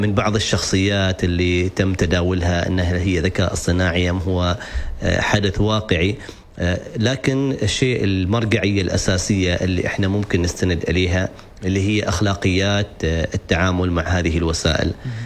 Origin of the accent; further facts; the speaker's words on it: Oman; عندنا في سلطنة عمان،